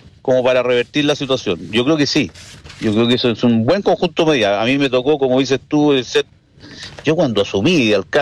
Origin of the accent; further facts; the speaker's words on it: Chile; espero, obviamente, como todo chileno, que esta cuestión funcione.